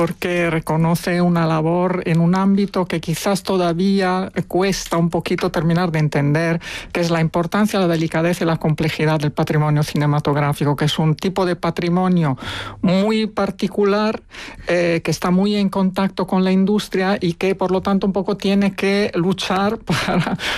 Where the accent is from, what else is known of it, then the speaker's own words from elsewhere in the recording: Italy; now in Spain; Italia, que es el país de donde yo vengo